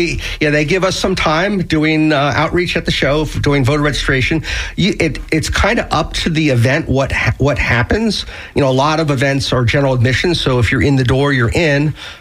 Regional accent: Miami, Florida, United States; moved away as an adult; also born or lived in Ohio; now in St. Petersburg, United States; So I grew up in Miami. Was like a typical 18-year-old, moved out of Miami when I was 18 and went to college.

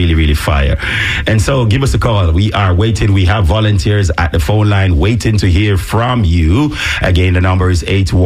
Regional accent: Jamaica; moved away; You know me, I'm all Jamaican. I will jack up words.

